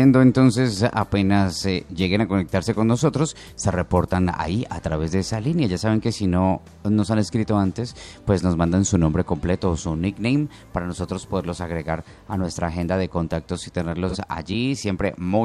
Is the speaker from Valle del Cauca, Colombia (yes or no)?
yes; Cali, Valle del Cauca, Colombia; nos caracteriza como caleños